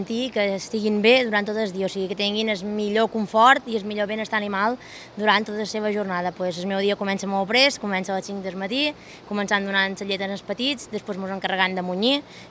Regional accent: Ferreries, Balearic Islands, Spain; born there

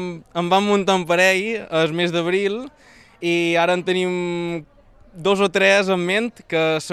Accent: Mahón, Balearic Islands, Spain; moved away; also born or lived in Valencia, Spain; la meva ciutat natal

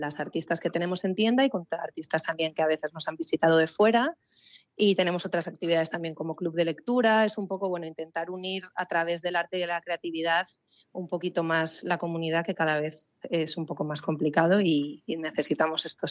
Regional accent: Ribadesella, Asturias, Spain; now in Balearic Islands, Spain; me escapo 5 días a las fiestas de mi pueblo, que soy de Ribadesella

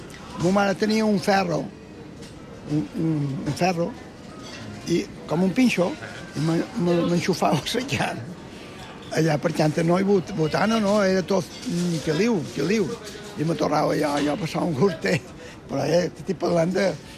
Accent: Palma, Balearic Islands, Spain; born there; Jo vaig néixer en el Matadero.

